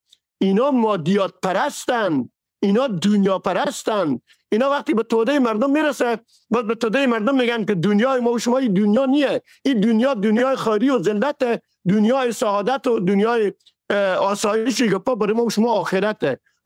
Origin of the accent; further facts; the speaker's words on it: Herat, Afghanistan; شخص خودمه که از هرات هستم